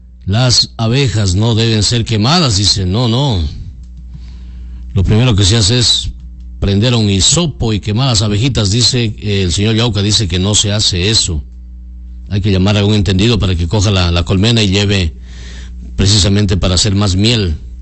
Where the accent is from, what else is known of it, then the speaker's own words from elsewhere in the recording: Loja, Ecuador; moved away; al menos en mi tierra, Loja, se dice ponzoña, no aguja.